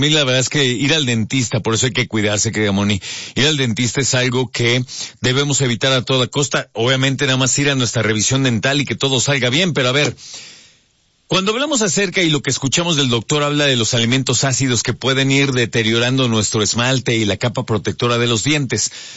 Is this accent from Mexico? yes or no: yes; Mexico; A ver, honestamente yo no sé si es porque somos mexicanos